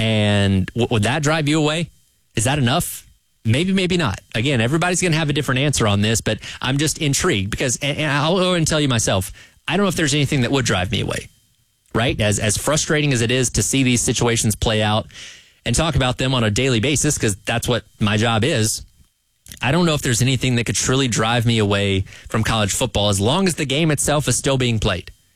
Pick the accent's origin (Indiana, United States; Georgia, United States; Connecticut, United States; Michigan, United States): Georgia, United States; Atlanta; Like I grew up in Georgia, so I'm a Rays fan and a Falcons fan. And I chose those teams because they are representing my state, representing my city of Atlanta